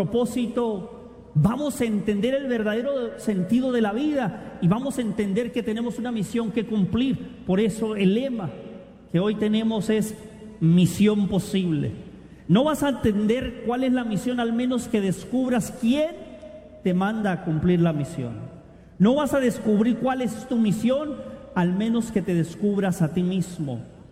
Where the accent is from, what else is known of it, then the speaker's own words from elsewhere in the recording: Tijuana, Baja California, Mexico; nacía en una casita de cartón en Tijuana